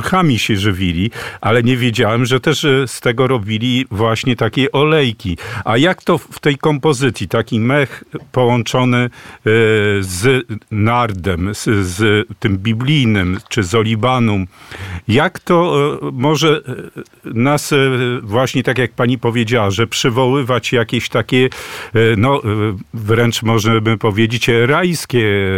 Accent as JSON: {"language": "Polish", "region": "Kuyavian-Pomeranian Voivodeship", "country": "Poland", "said": "bo ja pochodzę z takich Borów Tucholskich"}